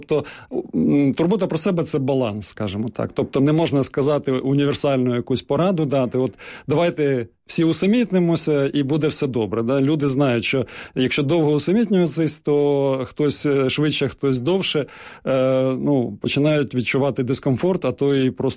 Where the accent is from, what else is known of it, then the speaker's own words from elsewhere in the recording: Kyiv, Ukraine; born there; Що я, наприклад, народився в Києві, але чомусь люди шаблонно думають, ну, якщо я тут живу там чи народився, то я все знаю.